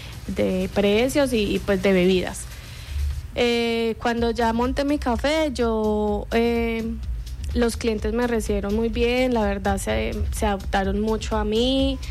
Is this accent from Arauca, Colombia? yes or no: no; Manizales, Caldas, Colombia; born there; moved away as an adult; now in Guarne, Colombia; Yo nací en Manizales.